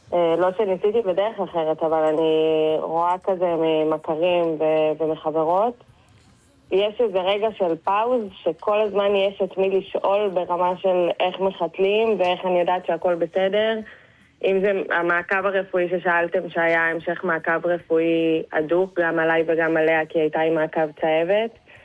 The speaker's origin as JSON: {"language": "Hebrew", "town": "Haifa", "region": "Haifa District", "country": "Israel", "said": "אני עירונית, אני מחיפה."}